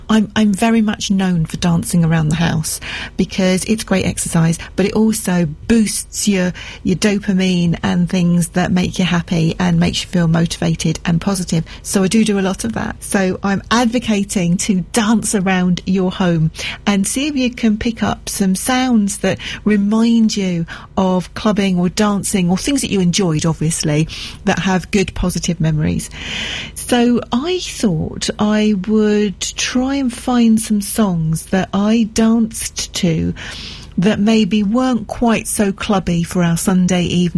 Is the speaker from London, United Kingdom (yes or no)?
yes; London, United Kingdom; And I grew up in London, so a lot of my time was spent in central London as well.